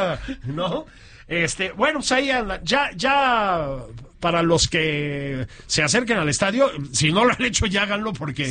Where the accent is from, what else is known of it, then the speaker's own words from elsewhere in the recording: Mexico; Somos mexicanos y te lo podemos decir.